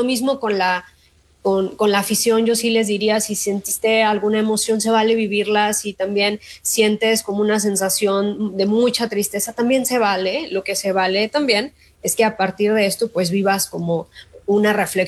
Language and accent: Spanish; Mexico